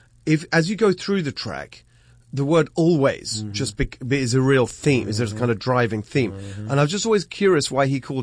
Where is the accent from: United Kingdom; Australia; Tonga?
United Kingdom; now in United States; Amazing thing for me about being here in America, as you noted, as a Brit, moved in 2012.